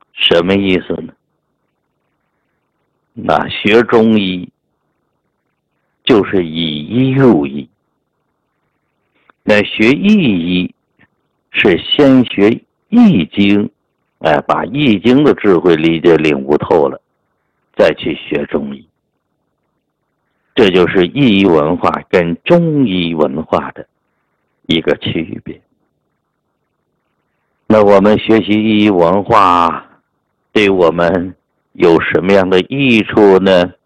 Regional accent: China; 我们中国人身体发生的所有慢性病

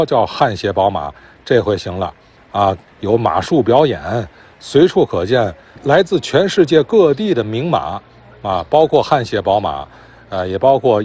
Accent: Tianjin, China; 这个语音外放出来，就暴露我来自天津了。

